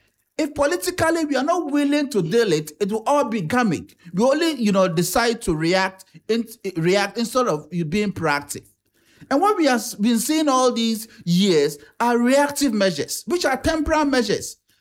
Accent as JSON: {"language": "English", "country": "Ghana", "said": "our attitude as Ghanaians"}